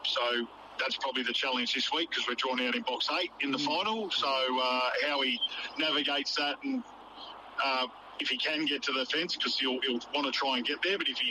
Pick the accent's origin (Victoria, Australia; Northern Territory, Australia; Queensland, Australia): Victoria, Australia; Melbourne; I grew up near the Sandown track